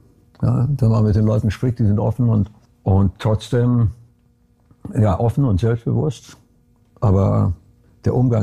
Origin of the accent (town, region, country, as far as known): Brasov, Brașov County, Romania; born or raised there